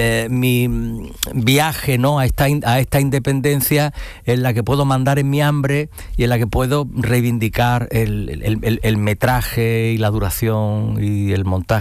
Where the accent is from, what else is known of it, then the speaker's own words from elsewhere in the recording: Seville, Andalusia, Spain; born there; now in Madrid, Spain; Y he hecho aquí mi tierra, que es Andalucía, y que bueno, yo me vine muy muy muy niño, muy jovencito a Sevilla, y aquí he rodado mucho